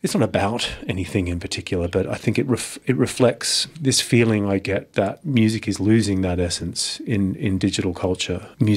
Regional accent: Greenwich, London, United Kingdom; Quite close to here, actually. I grew up in Greenwich.

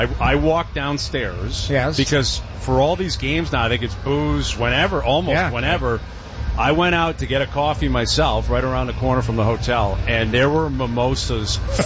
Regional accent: Toronto, Ontario, Canada; It's not like I'm a tourist. I'm from Toronto.

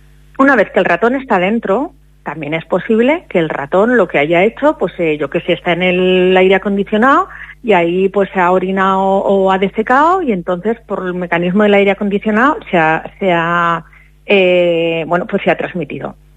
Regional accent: Spain; Somos españoles

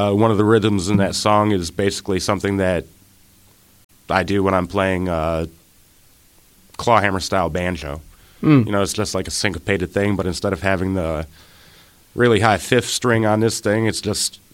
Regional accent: Ohio, United States; I'm from Cleveland. I grew up outside of Cleveland in a really small little town right on Lake Erie, which I'm living back in again now.

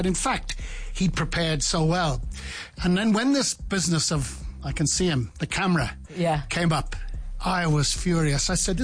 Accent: Ireland; moved away as an adult; now in South Africa; Everyone sort of says, you're … here. But I don't have a drop of Irish blood in me. My father was from Scotland and my mum was from Wales

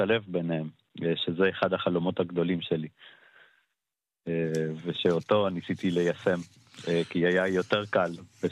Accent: Buenos Aires, Argentina; now in Israel; גדלתי בעיר בבואנוס איירס

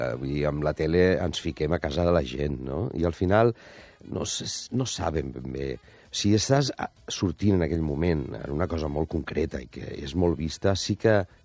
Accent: Alcoy, Valencian Community, Spain; per veure el Belém del Tirisiti, que és unes titelles que es fan al meu poble, al Coi, al Nadal

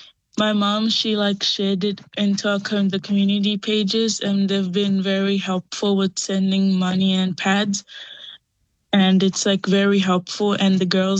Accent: Kadavu, Eastern Division, Fiji; I'm 13 years old and I go to North Cross Intermediate and I'm from Kandavu, Lomani Koro, Nakasaleka.

